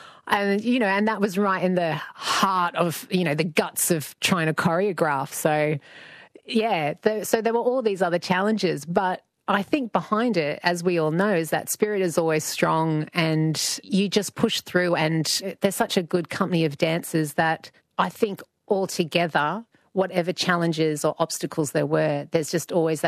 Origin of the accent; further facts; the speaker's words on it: Brisbane, Queensland, Australia; also born or lived in Sydney; I've been home for 3 years. I grew up here in Brisbane, and I moved to Sydney for work, and I came back home because mum's in her 80s now and dad's in his 80s.